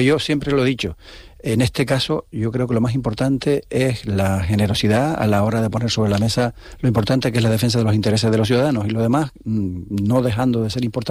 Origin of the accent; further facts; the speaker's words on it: Canary Islands, Spain; la nuestra en Canarias